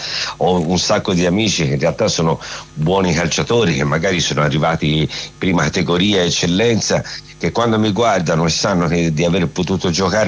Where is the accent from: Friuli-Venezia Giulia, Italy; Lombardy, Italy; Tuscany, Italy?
Tuscany, Italy; Florence; io sono fiorentino